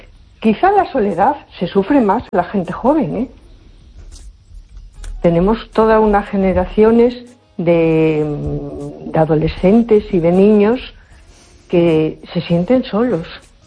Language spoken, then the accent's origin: Spanish; A Coruña, Galicia, Spain